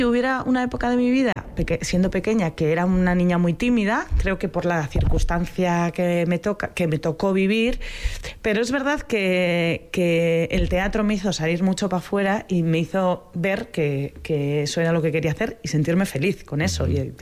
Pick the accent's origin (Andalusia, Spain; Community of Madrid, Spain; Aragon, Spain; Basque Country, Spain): Basque Country, Spain; Sopelana; born there; los recuerdos que más me vienen son recuerdos de tranquilidad, de un sitio pues alejado del centro de Sopelana